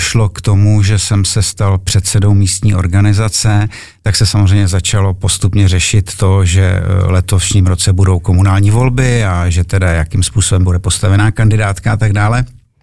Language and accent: Czech; Mladá Boleslav, Central Bohemian Region, Czechia; Boleslav je moje rodné město. Já tady mám rodinu, vychoval jsem tady dvě děti, žiju tady s manželkou